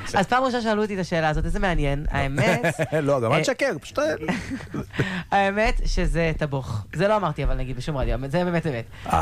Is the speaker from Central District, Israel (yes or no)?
no; Ramat Gan, Tel Aviv District, Israel; אני מרמת גן במקור, כן. אבל עברתי לרמת גן אחר, כאילו לדירה אחרת.